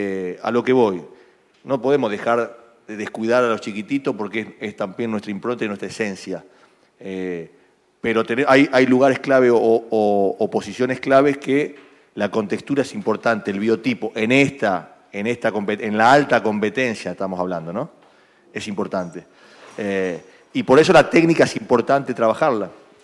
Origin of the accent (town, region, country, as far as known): Argentina